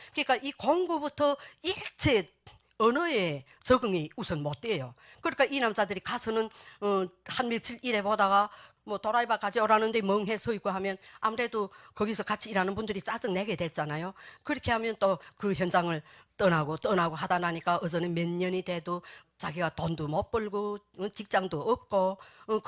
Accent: North Korea; now in South Korea; 탈북자들이 캐고 들어가 보면 나처럼 독거노인들이 너무 많고요.

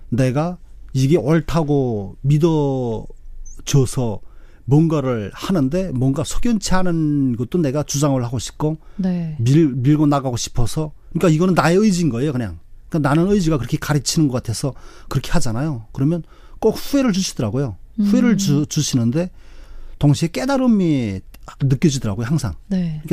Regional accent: Haeju, South Hwanghae, North Korea; moved away as an adult; now in South Korea; 저의 고향은 황해남도 해주시고요. 탈북하여 한국에 온 지 3년차 되는

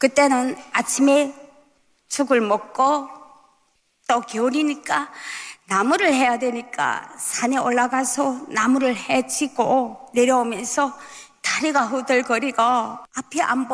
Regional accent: Unhung County, Ryanggang, North Korea; moved away as an adult; now in South Korea; 2019년 대한민국으로 온 탈북민 … 제가 태어난 곳은 북한 양강도 운흥군이 자그마한 임산삽소에서 태어났습니다.

